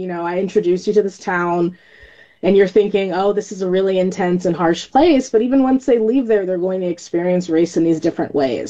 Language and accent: English; California, United States; now in New York, United States; I think as a person who comes from, you know, I guess the coast, I grew up in California, I'm in New York now